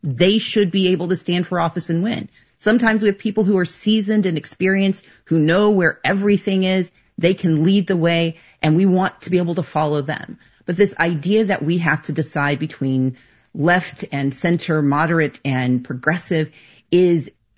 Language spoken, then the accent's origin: English; Mississippi, United States; also born or lived in Georgia; I'm from the Deep South. So I grew up in Mississippi, came of age in Georgia.